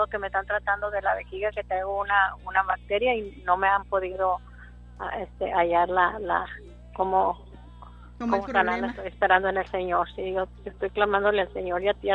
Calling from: Mercedes, Texas, United States; ¿verdad? Yo estoy hablando porque soy de aquí de Mercedes.

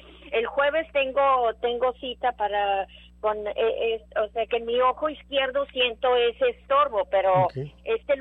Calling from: Edinburgh, Scotland, United Kingdom; de Edinburgh.

